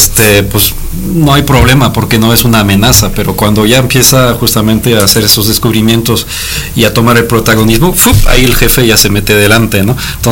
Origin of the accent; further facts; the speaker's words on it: Vendôme, Centre-Val de Loire, France; Spanish is a second language; Se llama Vendôme, pero pues ni en Francia saben dónde está, entonces, pues muy chiquito, son 20,000 habitantes.